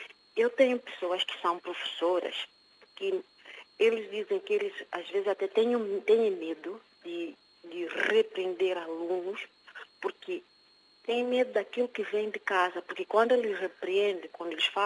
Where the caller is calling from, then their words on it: São Tomé & Príncipe; Eu falo de Santo Tomé e Príncipe, que é meu país